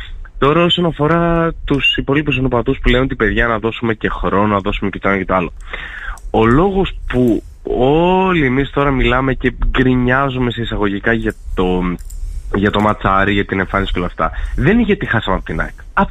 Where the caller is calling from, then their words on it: Thessaloniki, Central Macedonia, Greece; Όχι, δεν είμαι από Ικαρία, από Θεσσαλονίκη κανονικά.